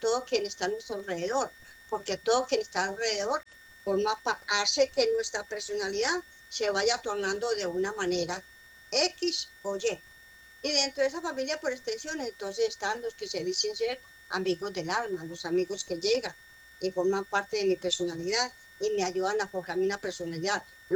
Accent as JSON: {"language": "Spanish", "region": "Antioquia", "country": "Colombia", "said": "nosotros como antioqueños tenemos una cultura que es la cultura paisa."}